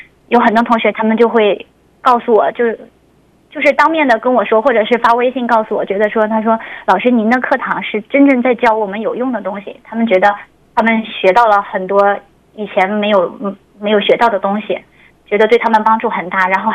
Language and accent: Chinese; Chongqing, China; moved away as an adult; now in Kashgar, China; 出生长在重庆